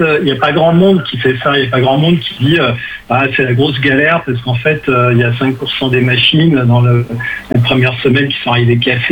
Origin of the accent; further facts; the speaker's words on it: Brittany, France; also born or lived in Villeneuve-sur-Yonne; now in Paris, France; moi, je suis breton d'origine, mais là, je suis soit à Paris.